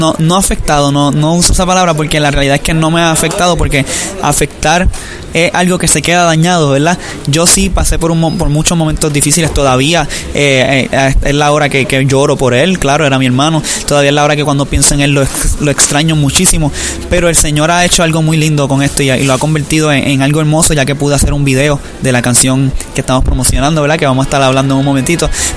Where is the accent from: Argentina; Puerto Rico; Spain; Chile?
Puerto Rico; Humacao; Soy un joven de 22 años. Vivo en Humacao, Puerto Rico. Soy de Puerto Rico. Puerto Rico es la isla del encanto, así se le dice.